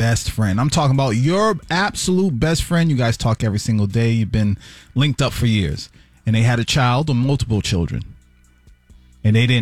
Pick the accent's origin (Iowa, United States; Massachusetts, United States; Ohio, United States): Massachusetts, United States; Boston; So growing up in Boston, stories like this hit differently